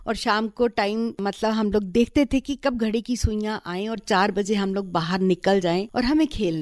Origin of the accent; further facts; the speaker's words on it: Dharamshala, Himachal Pradesh, India; हाँ नर्मदा जी, मैं धर्मशाला की ही निवासी हूँ। मैं यहाँ बड़ोल में रहती हूँ और मैं एक रिटायर्ड अध्यापिका हूँ।